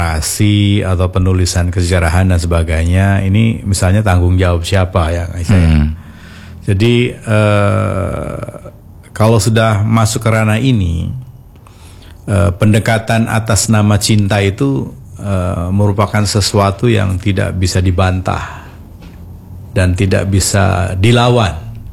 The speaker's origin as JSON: {"language": "Indonesian", "region": "West Java", "country": "Indonesia", "tie": "born or raised there", "said": "Apalagi di kampung saya di Mandalang itu kan banyak para mama ya, para elang, sepuh gitu."}